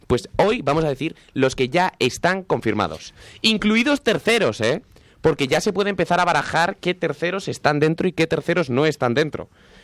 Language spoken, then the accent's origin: Spanish; Spain; lo que a nosotros nos gustaría como españoles